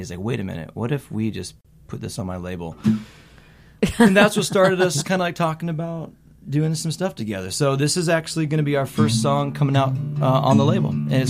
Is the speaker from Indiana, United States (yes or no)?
no; Seattle, Washington, United States; moved away; I'm from Seattle. I moved to Chicago